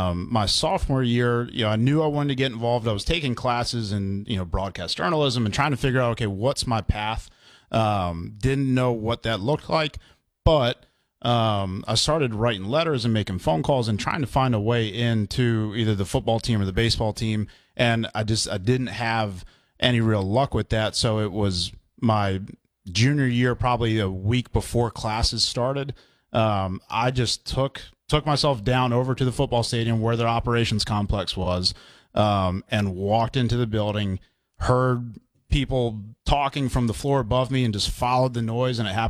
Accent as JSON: {"language": "English", "town": "Baltimore", "region": "Maryland", "country": "United States", "moved": "as an adult", "said": "I'm from Baltimore, huge Ravens fan"}